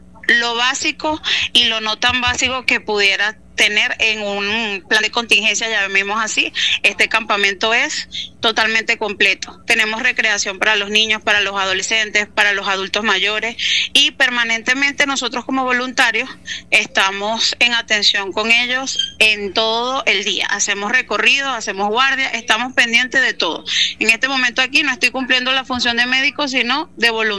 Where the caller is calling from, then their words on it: Venezuela; somos venezolanas